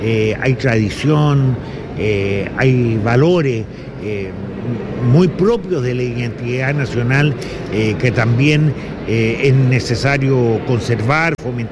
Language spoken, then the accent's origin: Spanish; Chile; esto que los chilenos valoramos tanto